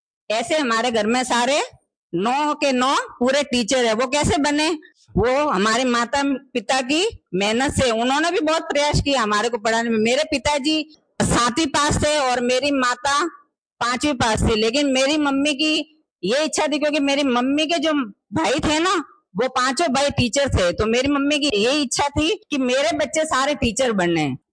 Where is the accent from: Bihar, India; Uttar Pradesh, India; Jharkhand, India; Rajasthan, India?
Rajasthan, India; Rohida; जैसे तुम एक गांव में रहते हो ना वैसे मैं भी गांव में ही पली बड़ी हूँ। मेरा जन्म भी रोहिड़ा गांव में हुआ था जो सिरोही डिस्ट्रिक्ट में है।